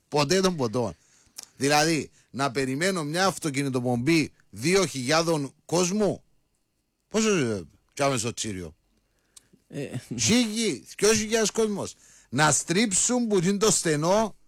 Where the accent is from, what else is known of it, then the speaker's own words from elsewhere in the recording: Lania, Limassol District, Cyprus; Είμαι από Λανή, σας πάω που πάω.